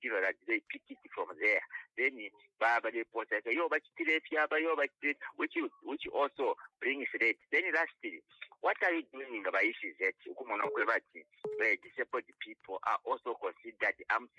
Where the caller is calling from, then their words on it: Ndola, Copperbelt, Zambia; calling from Indola.